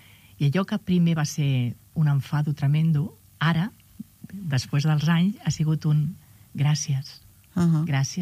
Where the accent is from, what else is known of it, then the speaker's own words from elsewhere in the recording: Barcelona, Catalonia, Spain; born there; Doncs vaig néixer a Barcelona, ara farà 62 anys, a la zona de l'Eixample. Ara visc a les Corts.